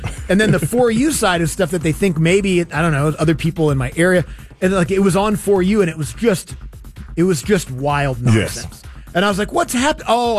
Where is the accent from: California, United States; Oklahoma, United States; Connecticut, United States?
California, United States; Oakland; I'm from Oakland. All right. Oakland can be tough.